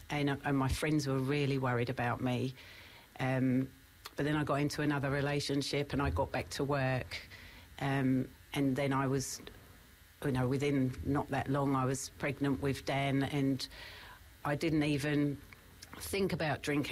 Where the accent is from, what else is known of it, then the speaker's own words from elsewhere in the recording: England, United Kingdom; moved away; I come from a family of big drinkers. You know, I come from England.